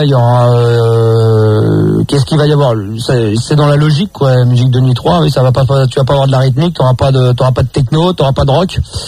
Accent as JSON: {"language": "French", "town": "Bordeaux", "region": "Nouvelle-Aquitaine", "country": "France", "said": "je suis pas con, je suis de Bordeaux."}